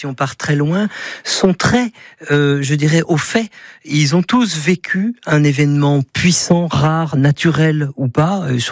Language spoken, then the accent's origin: French; France; nous, en France métropolitaine